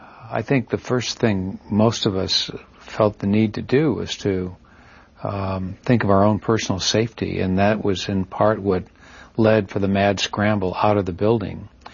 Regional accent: Aberdeen, South Dakota, United States; the local police department in my hometown of Aberdeen, South Dakota, picked up my mother

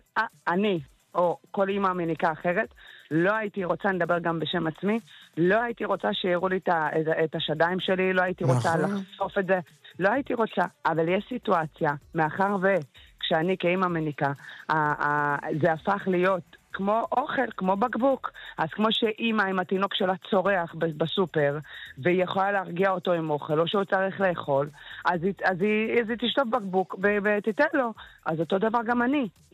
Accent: Ethiopia; קודם כל נתחיל מזה שאני, נוף ילדותי, גדלתי באתיופיה, לא היה לנו את המעלים, לא היה לנו שום דבר.

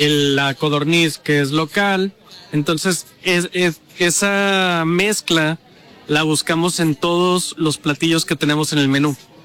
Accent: Guadalajara, Jalisco, Mexico; now in Baja California, Mexico; Algo que tiene Envero es que los dos somos de Guadalajara. Con ya casi 15 años viviendo en Baja California

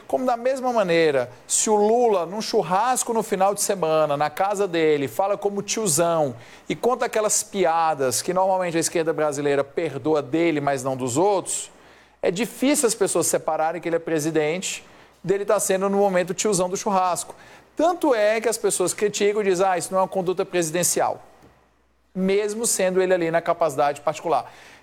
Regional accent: Ceará, Brazil; Então, Felipe, lá na minha terra, lá no Ceará, quando tem duas pessoas brigando dessa maneira, existe uma expressão.

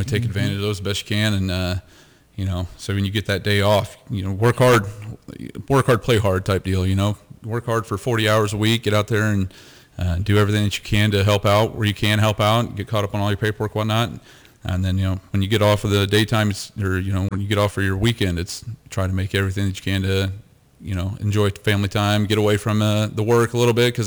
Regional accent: Lewistown, United States; Just went to, applied at my hometown and got hired with Lewistown Police Department to start my career.

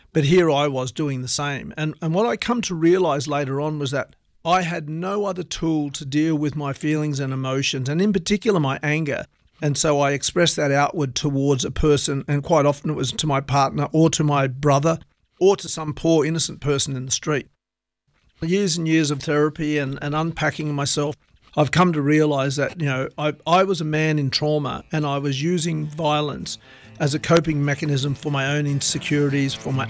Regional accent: Wilcannia, New South Wales, Australia; And on one occasion when we were living on the riverbank in Wilcannia, my hometown

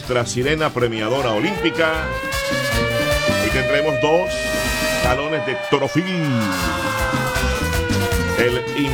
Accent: Colombia; en mi país, Colombia.

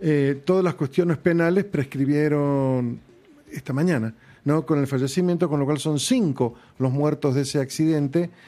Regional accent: Mendoza, Argentina; now in Puerto Madryn, Argentina; Mi tierra es Mendoza.

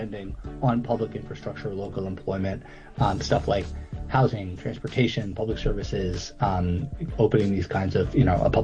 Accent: New York, United States; Take an example from my hometown of New York

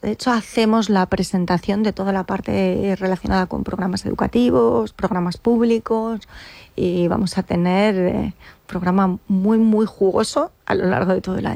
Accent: Castile and León, Spain; Es un pueblito de León, un pequeño pueblito por la soba arriba. Y me paso todo el tiempo tranquilamente con mi familia y mi gente en el campo

